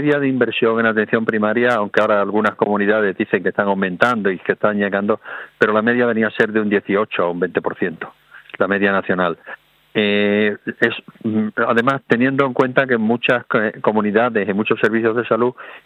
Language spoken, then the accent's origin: Spanish; Extremadura, Spain; yo soy extremeño y ocurre lo mismo